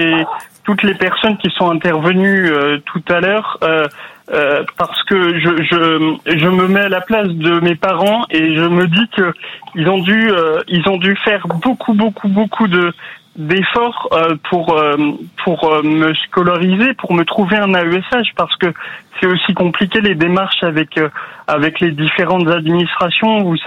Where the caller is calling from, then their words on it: Paris, Île-de-France, France; De Paris.